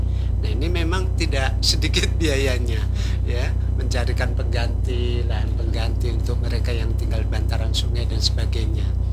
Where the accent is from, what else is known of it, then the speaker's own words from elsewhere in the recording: Java, Indonesia; Kebetulan saya juga dari Jawa.